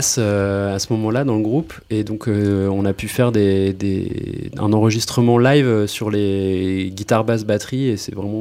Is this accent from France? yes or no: yes; Pays de la Loire, France; Ouais, c'est là où j'ai grandi, donc ça, voilà, c'est un lieu qui m'inspire pas mal sur les textes.